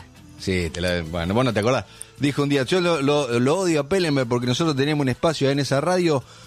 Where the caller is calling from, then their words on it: Tucumán, Argentina; Tengo 26 años, soy de Tucumán.